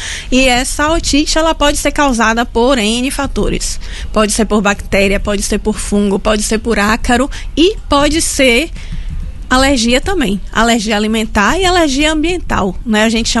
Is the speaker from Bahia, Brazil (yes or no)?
yes; Feira de Santana, Bahia, Brazil; eu sou de Feira de Santana também, então adoro.